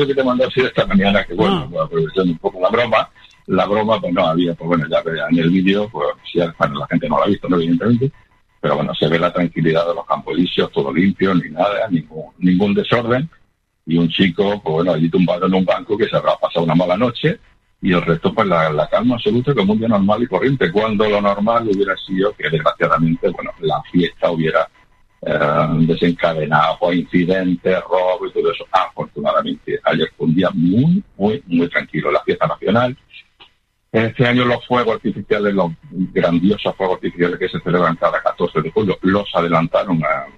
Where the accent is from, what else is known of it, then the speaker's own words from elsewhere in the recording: Spain; yo soy español y lo llevo a gala